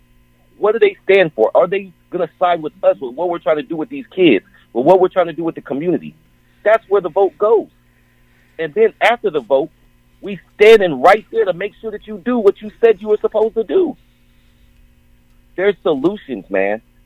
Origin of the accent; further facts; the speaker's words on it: United States; how I grew up in America